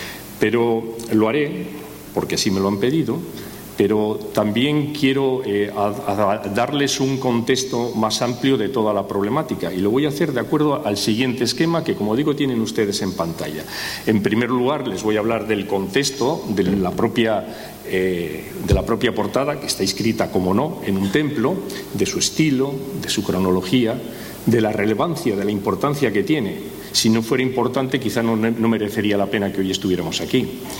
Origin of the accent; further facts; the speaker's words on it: Laredo, Cantabria, Spain; soy laredano, soy historiador y arqueólogo